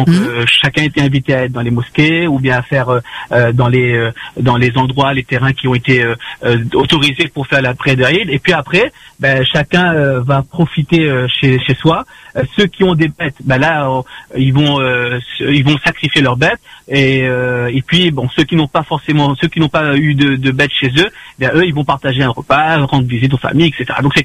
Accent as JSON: {"language": "French", "country": "Réunion", "said": "J'ai jamais eu l'occasion de pouvoir fêter l'Aïd autre part que ici à La Réunion."}